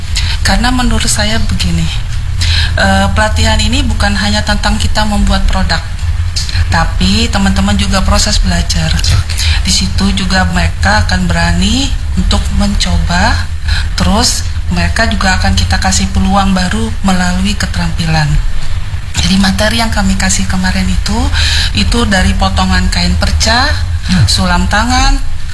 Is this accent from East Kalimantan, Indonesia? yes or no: yes; Samarinda, East Kalimantan, Indonesia; Asli, bapak saya Kutai, mama saya, tapi mama saya sih dari Banjarmasin, tapi bapak saya orang Kutai, seperti itu.